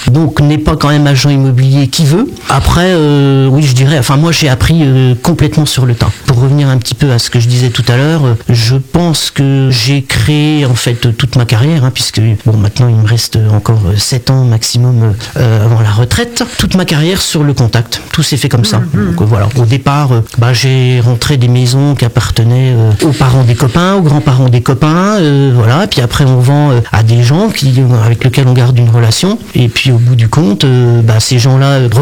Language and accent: French; Corbigny, Bourgogne-Franche-Comté, France; Je suis originaire de Corbigny à la base